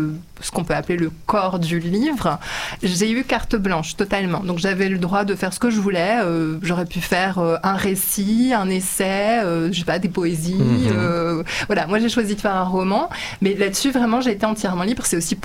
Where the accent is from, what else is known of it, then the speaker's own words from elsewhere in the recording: France; je suis née en France de parents hongrois.